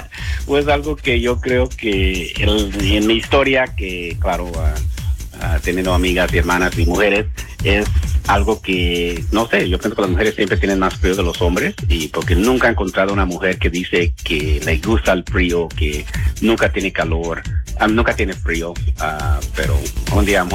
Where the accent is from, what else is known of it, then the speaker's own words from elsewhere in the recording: Texas, United States; born there; also born or lived in Apacelo (unclear); desde chiquito aquí viviendo